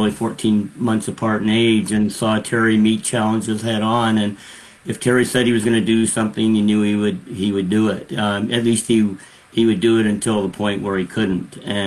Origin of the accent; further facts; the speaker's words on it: Port Coquitlam, British Columbia, Canada; where we grew up in Port Coquitlam was no different than any other Canadian kid at the time.